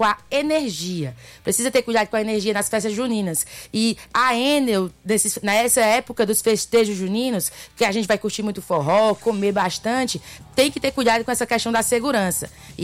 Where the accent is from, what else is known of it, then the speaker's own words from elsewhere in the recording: Northeast Region, Brazil; Nós que somos nordestinos, amanhã é dia de quê?